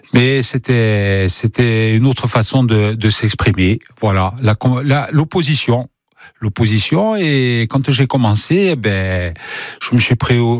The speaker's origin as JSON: {"language": "French", "town": "Albertacce", "region": "Corsica", "country": "France", "said": "Il y a 5 villages, moi je suis d'Albertach."}